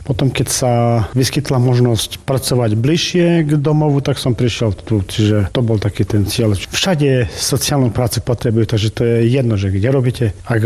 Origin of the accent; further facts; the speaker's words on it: Družstevná pri Hornáde, Košice Region, Slovakia; pochádzam z vedľajšej dediny Drusovnej pri Hornáde.